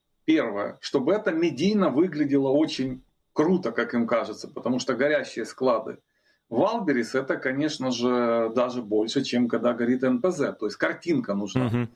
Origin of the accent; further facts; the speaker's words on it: Kyiv, Ukraine; Я, как киевлянин, могу сказать